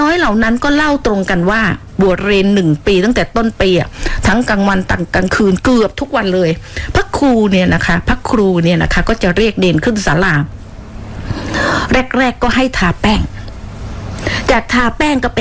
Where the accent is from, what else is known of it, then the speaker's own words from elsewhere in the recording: Phuket, Thailand; born there; ดิฉันนี่เกิดมาเป็นคนภูเก็ตโดยกำเนิดนะเกิดถนนดีบุก